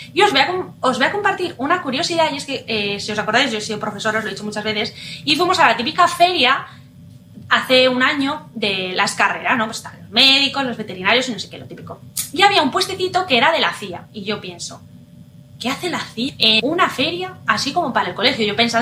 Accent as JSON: {"language": "Spanish", "country": "Spain", "said": "¿y yo lo podría hacer como española o esto es solamente para ciudadanos americanos?"}